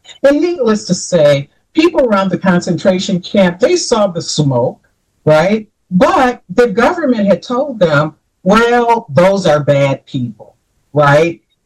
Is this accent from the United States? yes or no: yes; United States; as an American